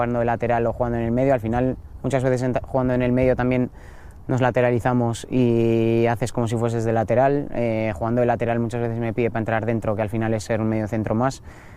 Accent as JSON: {"language": "Spanish", "town": "San Sebastián", "region": "Basque Country", "country": "Spain", "also_born_or_lived": "Cantabria", "moved": "yes", "lives_now": "Oviedo, Spain", "said": "Yo soy de San Sebastián, he pasado por Cantabria, ahora vengo a Asturias."}